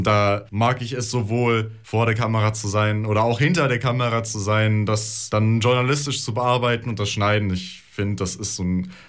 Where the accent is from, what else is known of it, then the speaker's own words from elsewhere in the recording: Baden-Württemberg, Germany; now in Saxony, Germany; Ursprünglich bin ich aus dem wunderschönen Schwabenländle in der Nähe von Ulm. Aber ich wohne in Sachsen jetzt schon seit etwa 7 Jahren.